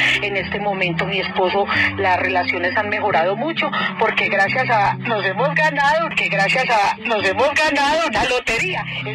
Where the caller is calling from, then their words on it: Copacabana, Antioquia, Colombia; De Copacabana, Antioquia.